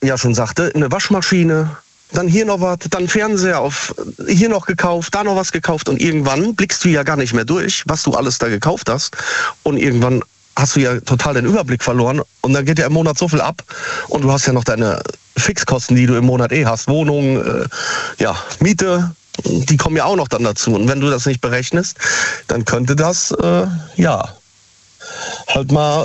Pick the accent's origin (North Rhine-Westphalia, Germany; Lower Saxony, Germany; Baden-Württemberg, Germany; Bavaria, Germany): North Rhine-Westphalia, Germany; Siegen